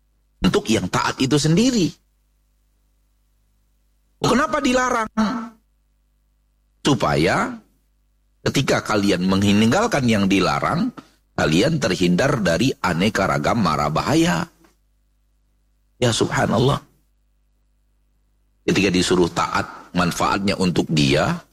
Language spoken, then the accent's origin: Indonesian; Pekanbaru, Riau, Indonesia; Kita orang Pekanbaru, orang Riau, dan Sumatera secara umum